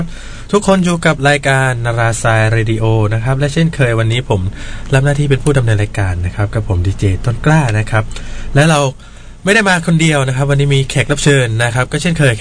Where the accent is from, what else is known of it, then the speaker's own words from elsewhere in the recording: Southern Thailand, Thailand; ก็เป็นที่รู้กันดีว่าของเราภาคใต้เนาะเราก็จะชินกับเหตุการณ์นี้หน่อย